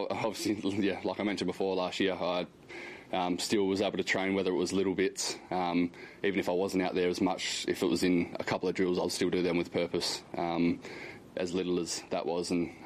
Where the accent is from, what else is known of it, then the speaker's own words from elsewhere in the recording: Busselton, Western Australia, Australia; I have a lot of family that are down, who are playing in Bunbury, but I'm from Busselton